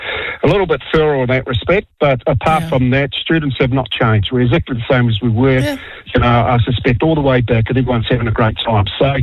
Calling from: Dunedin, Otago, New Zealand; I am in Dunedin, Leah.

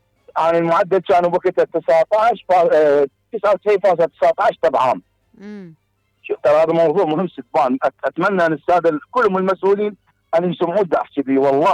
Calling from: Iraq; احنا كعراقيين

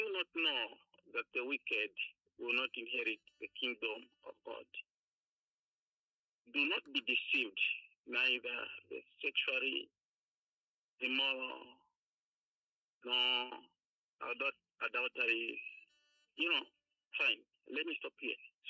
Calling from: Lusaka, Lusaka Province, Zambia; I'm calling you from … here in Lusaka, Zambia.

